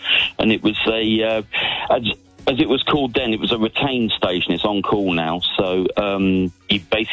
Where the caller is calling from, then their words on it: South East England, United Kingdom; I'm actually not from North Yorkshire. I'm just on top of the North Yorkshire moors at the moment in my caravan. I'm actually from Oxfordshire.